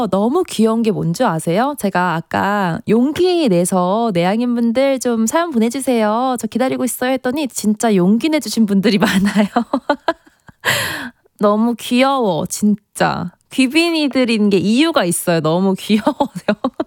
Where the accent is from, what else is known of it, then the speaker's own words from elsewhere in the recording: Suwon, Gyeonggi Province, South Korea; 아마도 제 고향이 수원이라서 수원을 해주신 것 같아요. 아, 수원에 얽힌 추억 너무 많죠. 모든 유년기 뭐 이런 추억들이 다 수원에 있으니까요.